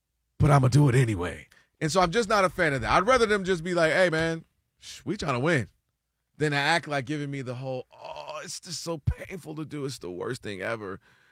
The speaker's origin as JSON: {"language": "English", "town": "Ann Arbor", "region": "Michigan", "country": "United States", "tie": "born or raised there", "said": "I'm born and raised in Ann Arbor."}